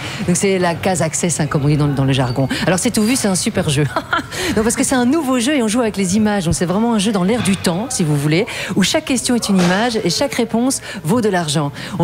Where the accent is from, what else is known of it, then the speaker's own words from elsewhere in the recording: Brussels, Brussels-Capital Region, Belgium; now in Hainaut, Belgium; Moi, je suis bruxelloise en fait d'origine et au départ, et j'ai découvert le Hainaut, la Wallonie.